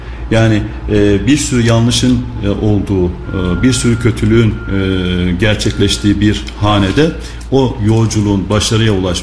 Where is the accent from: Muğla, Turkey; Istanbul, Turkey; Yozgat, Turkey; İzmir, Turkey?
Muğla, Turkey; Marmaris; born there; Şimdi benim Muğla Marmaris doğumluyum.